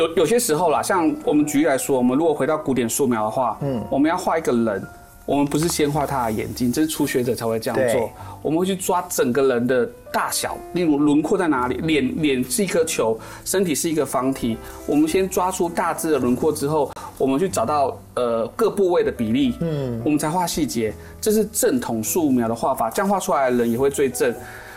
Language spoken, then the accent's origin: Chinese; Taiwan